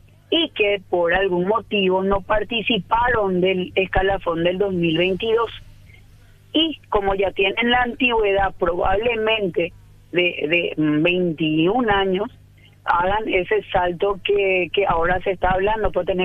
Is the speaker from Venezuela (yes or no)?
no; Paraguay